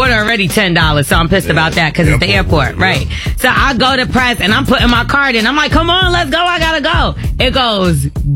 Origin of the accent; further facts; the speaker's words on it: Brooklyn, New York, United States; I'm from Brooklyn.